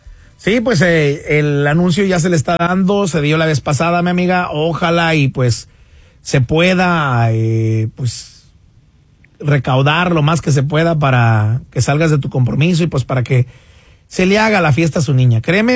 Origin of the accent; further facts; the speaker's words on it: Mexico; Como hispanos o como mexicanos, yo me incluyo